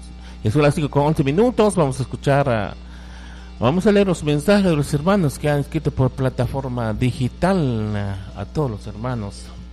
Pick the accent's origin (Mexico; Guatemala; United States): Guatemala; Senahú, Alta Verapaz; Guatemala, zona 5, estoy viendo, soy de Senaú, Alta Verapaz.